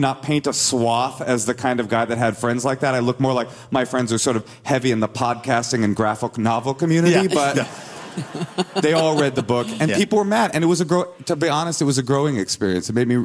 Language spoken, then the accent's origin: English; Oakland, California, United States; I feel like now I'm 44. It's been 11 years since that book came out. I'm going to finally go back to Oakland